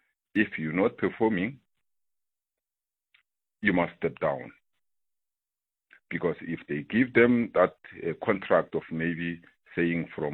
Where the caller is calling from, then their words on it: Pretoria, Gauteng, South Africa; from Olifantsbos in Pretoria.